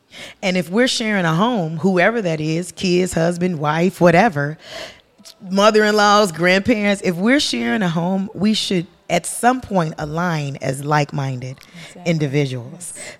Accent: Chicago, Illinois, United States; Now, listen, I'm from Chicago, and which they had nothing to do with it, but I'm from Chicago, and I'm finna blame it on grieving

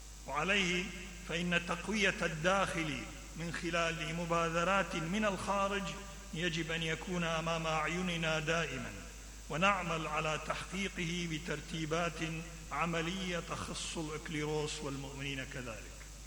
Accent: Iraq; في بلدنا العراق

